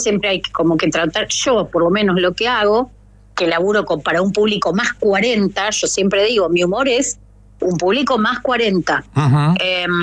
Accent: Rosario, Santa Fe, Argentina; born there; Yo venía trabajando en la ciudad de Rosario, que es mi ciudad natal, ciudad a la que siempre tengo que agradecer

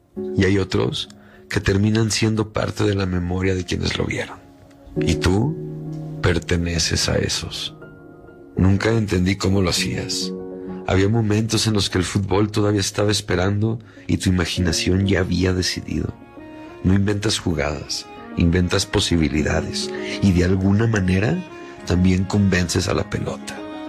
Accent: Mexico; soy mexicano, bien mexicano

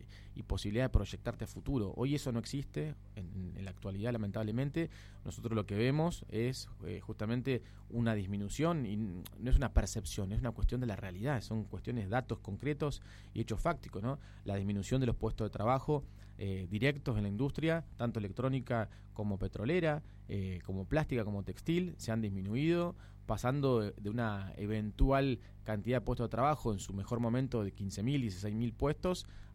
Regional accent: Argentina; todos tenemos que comprender y entender como argentinos cuál es la función que cumple la población de Tierra del Fuego.

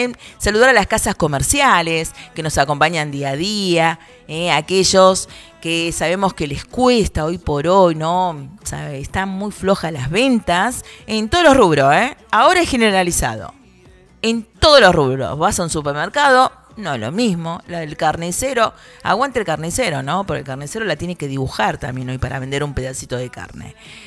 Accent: Argentina; Somos argentinos.

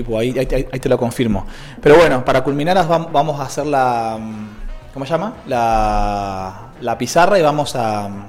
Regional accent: Argentina; con una victoria hermosa que como hincha argentino la verdad que me representó

